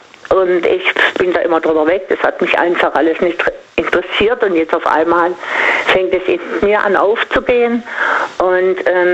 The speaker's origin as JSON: {"language": "German", "town": "Singen", "region": "Baden-Württemberg", "country": "Germany", "said": "ich komme ja aus Singen und machen das schon eine ganze Weile in Klassentreffen."}